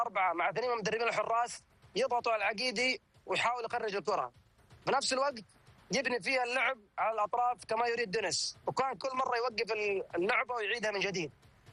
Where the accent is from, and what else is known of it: Saudi Arabia